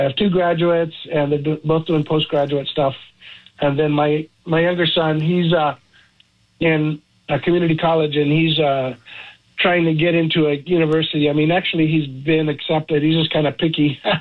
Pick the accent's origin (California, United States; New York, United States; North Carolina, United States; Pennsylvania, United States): California, United States; Norwalk; also born or lived in Harbor City, Los Angeles / San Pedro / Anaheim; now in Chula Vista, United States; Mostly, I grew up in Norwalk. That's what I remember. I grew up in Norwalk, and then I went to high school in Orange County in Anaheim.